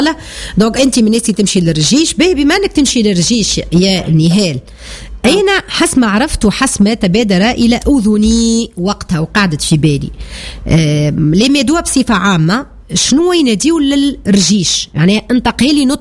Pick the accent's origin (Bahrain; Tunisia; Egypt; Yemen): Tunisia; Sfax, Sfax Governorate; معناتها احنا هيك هو معناتها لهجتنا سفاقسيه ومعروفه وعندنا ميزه